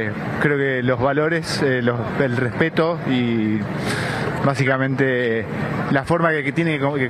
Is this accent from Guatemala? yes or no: no; Buenos Aires, Argentina; De acá, de Capital.